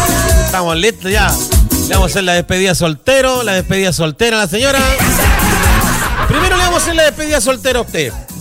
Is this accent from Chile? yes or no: yes; Petorca, Valparaíso, Chile; Hola, muy buena la radio, soy de Petorca. Saludos para la gente de Petorca, buenas tardes.